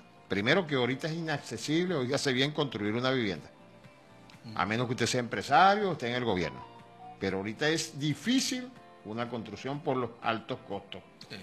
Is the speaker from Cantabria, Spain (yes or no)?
yes; Cantabria, Spain; Por lo menos el hospital de mi pueblo allá en Cantabria fue construido sobre arcilla expansiva, barro.